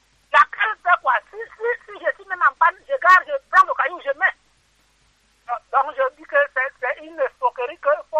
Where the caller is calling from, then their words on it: Manassa, Cameroon; Je vais bien, je suis à Manassa.